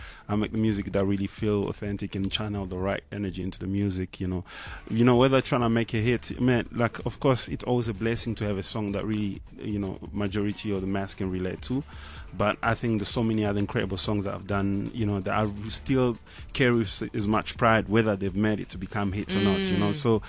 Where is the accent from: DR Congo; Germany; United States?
DR Congo; Goma, North Kivu; born or raised there